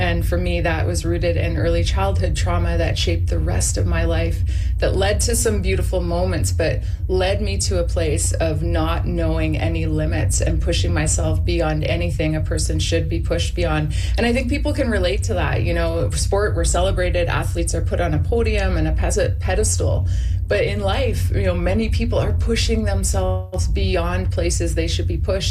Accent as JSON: {"language": "English", "town": "Winnipeg", "region": "Manitoba", "country": "Canada", "tie": "born or raised there", "said": "Roots are forever planted in prairie soil and my hometown of Winnipeg."}